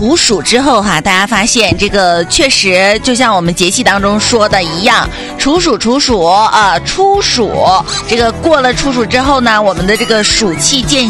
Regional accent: Northeast China, China; accent: Northeastern Mandarin (Dongbei hua); 我们东北话当中的冒蒙是啥意思，

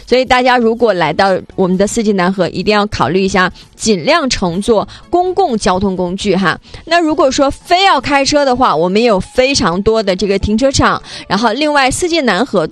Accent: Changchun, Jilin, China; 南湖公园也是我们长春人从小看到大的这样的，

